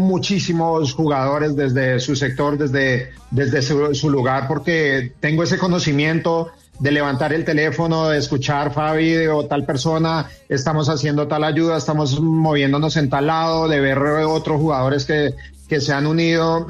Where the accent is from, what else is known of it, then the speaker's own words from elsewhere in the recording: Bogotá, Colombia; now in Cali, Colombia; Bueno, primero, yo soy de Bogotá, pero amo Cali, me fui muy joven para allá